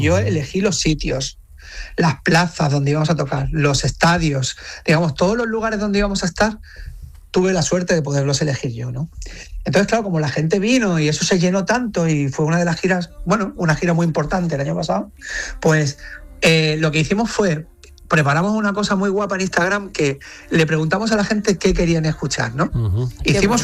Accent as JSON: {"language": "Spanish", "town": "L'Hospitalet de Llobregat", "region": "Catalonia", "country": "Spain", "tie": "born or raised there"}